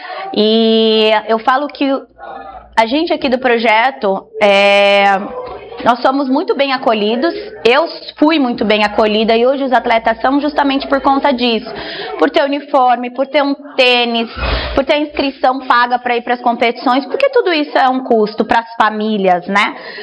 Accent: Jundiaí, São Paulo, Brazil; moved away; eu sou de Jundiaí

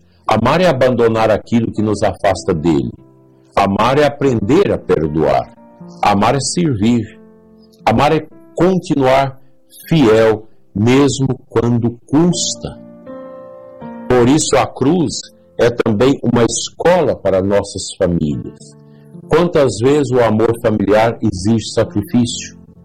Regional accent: Alto Horizonte, Goiás, Brazil; Lá na Capela São Sebastião de Alto Horizonte, onde eu cresci

